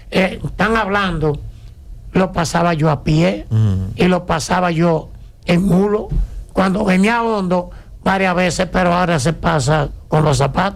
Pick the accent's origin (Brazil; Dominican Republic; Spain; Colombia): Dominican Republic; Yo nací ahí. Yo nací en Loma del Copel.